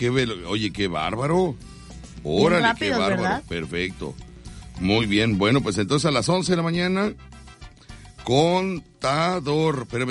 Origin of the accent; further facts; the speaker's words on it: Mexico; nos sentimos orgullosos de ser mexicanos.